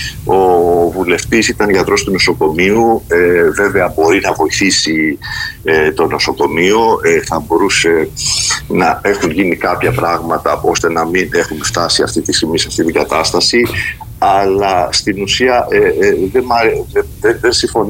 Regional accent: Zakynthos, Ionian Islands, Greece; moved away as an adult; εδώ πέρα μεγάλωσα, εδώ είναι η ζωή μου, το αγαπάω το νησί μου

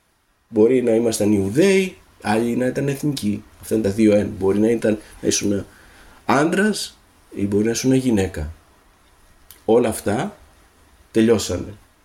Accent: Greece; Σαν Έλληνες έχουμε κάποια κοινά μεταξύ μας.

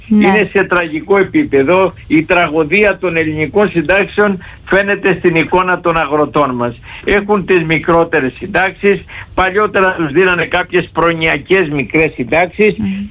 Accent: Western Greece, Greece; και από την πατρίδα μου την Ηλία με πήραν

